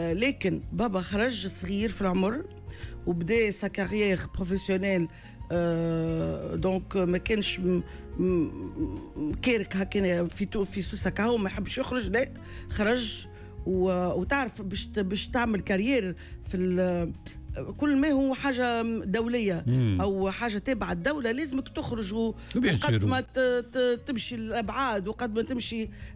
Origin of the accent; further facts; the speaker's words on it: Tunis, Tunis Governorate, Tunisia; also born or lived in Gafsa; بالنسبه لنا اصحابي وحياتي ودنيتي وصغرتي والمراهقه ولي كونيسونس كلهم العاصمه